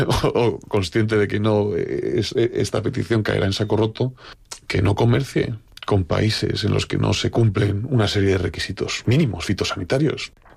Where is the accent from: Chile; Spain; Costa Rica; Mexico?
Spain; Y yo escribo como un español.